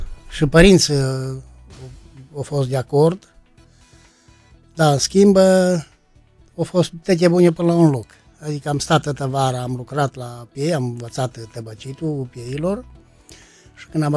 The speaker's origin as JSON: {"language": "Romanian", "town": "Mureșenii Bârgăului", "region": "Bistrița-Năsăud", "country": "Romania", "tie": "born or raised there", "said": "Da, de loc sunt născut în Mureșanii Bârgăului."}